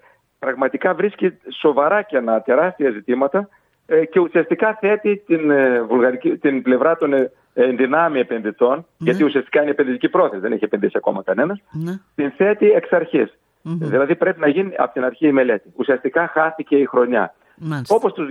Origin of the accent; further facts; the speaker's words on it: Greece; Πραγματικά νιώσαμε και εμείς περήφανοι σαν Έλληνες